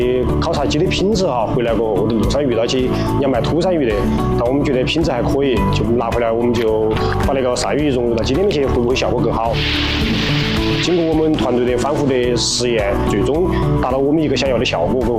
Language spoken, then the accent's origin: Chinese; Chongqing, China; 这道菜体现了我们重庆人的守正创新、敢拼敢想敢做的精神。